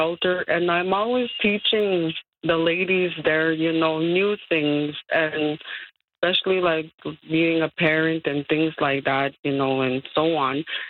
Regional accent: Goodfish Lake, Alberta, Canada; Yes, because we grew up, you know, well, I'm originally from Goodfish Lake, mm-hmm. Alberta.

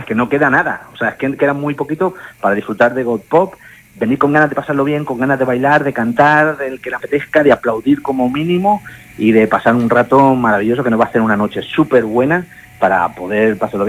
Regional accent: Albacete, Castilla-La Mancha, Spain; Yo soy de Albacete

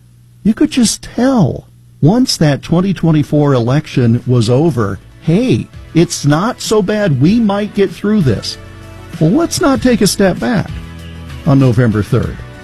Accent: Iowa, United States; But one of the things in my home state of Iowa

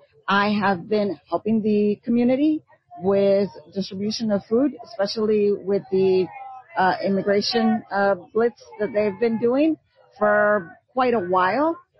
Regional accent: Illinois, United States; I grew up on – 26th Street.

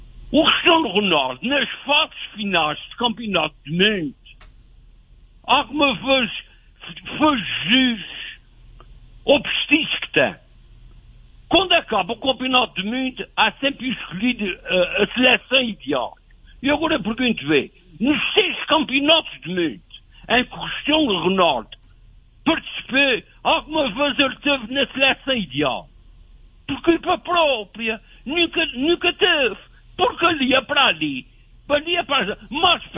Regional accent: Portugal; E é como português

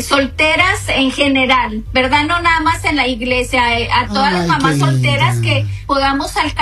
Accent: La Barca, Jalisco, Mexico; Yo soy de La Barca, Jalisco.

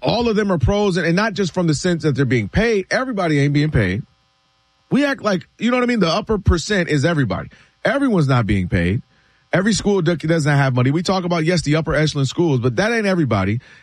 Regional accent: Ann Arbor, Michigan, United States; I'm born and raised in Ann Arbor.

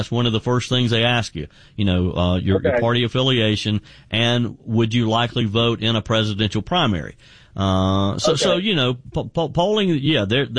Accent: South Carolina, United States; Mario is in my home state of South Carolina.

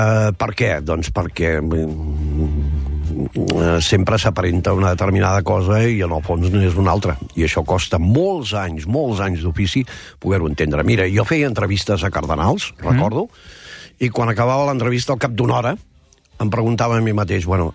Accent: Vic, Catalonia, Spain; Jo sóc de Vic, també cal dir-ho, la ciutat dels Sants, vull dir, família de capellans també, doncs, sobretot per part de la meva mare, alemanys

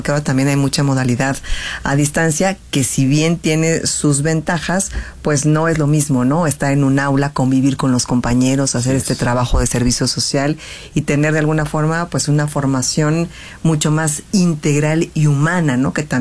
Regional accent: Querétaro, Mexico; los que somos queretanos, queretanísimos

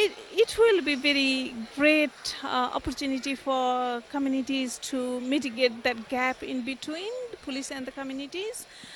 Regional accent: Bhutan; now in Australia; From Bhutan. I was born in Bhutan and came in Australia, living here since 2010.

